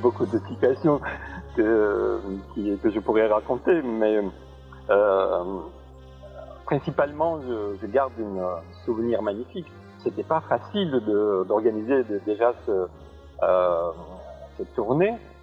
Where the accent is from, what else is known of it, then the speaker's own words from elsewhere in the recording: Armenia; now in France; Oui, c'est vrai, j'ai quitté l'Arménie en 90, donc ça fait 35 ans que je vis en France.